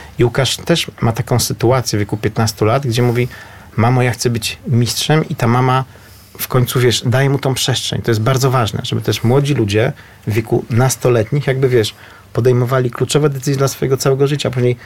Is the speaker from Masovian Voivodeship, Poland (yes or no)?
yes; Warsaw, Masovian Voivodeship, Poland; bo jestem z Warszawy.